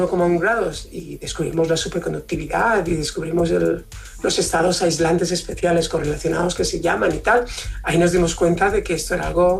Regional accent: Valencian Community, Spain; como buen valenciano nos tenemos que corregir y puntualizar mucho. No, no, mi paella es una paella valenciana

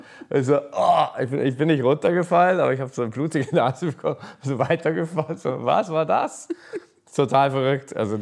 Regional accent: England, United Kingdom; now in Scotland; Ja, und dann wird man, also als Engländer wird man halt auch nicht besonders ernst genommen in Schottland.

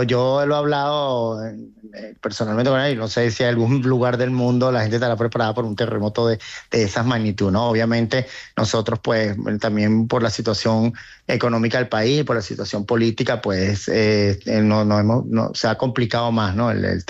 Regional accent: Caracas, Capital District, Venezuela; also born or lived in Tenerife; yo nací acá, mis padres sí son de Tenerife y Cueva de los Vinos, yo tengo 55 años y nací acá, vivía allá en Tenerife un tiempo, pero toda mi vida la he pasado acá y como soy venezolano.

